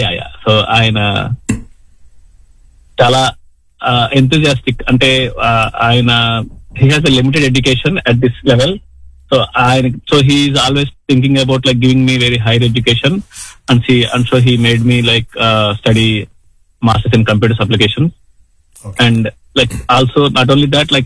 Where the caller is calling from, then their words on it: Dublin, Leinster, Ireland; నేను డబ్లిన్ నుంచి కాల్ చేస్తున్నానండి.